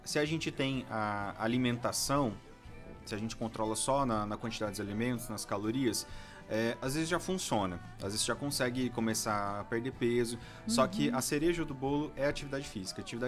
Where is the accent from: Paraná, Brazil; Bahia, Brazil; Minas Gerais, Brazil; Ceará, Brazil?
Paraná, Brazil; Ponta Grossa; eu sou aqui de Ponta Grossa.